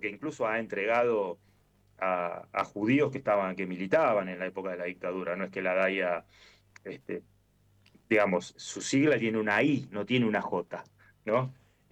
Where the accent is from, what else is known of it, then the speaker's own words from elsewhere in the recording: Argentina; como argentinos tenemos que hacernos cargo